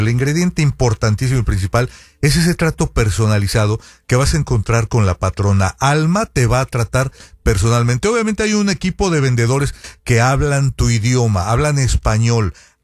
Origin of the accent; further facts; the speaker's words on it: Sonora, Mexico; Somos de Sonora. Entonces, cerca de Hermosillo hay un pueblo que se llama Rayón.